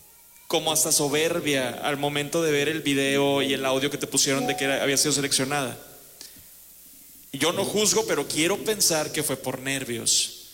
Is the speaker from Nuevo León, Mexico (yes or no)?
yes; Monterrey, Nuevo León, Mexico; Yo soy de Monterrey